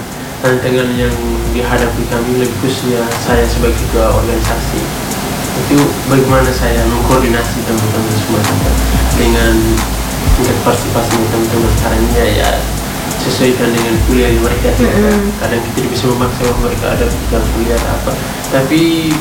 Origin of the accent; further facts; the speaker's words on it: Indonesia; Jadi kami orang Indonesia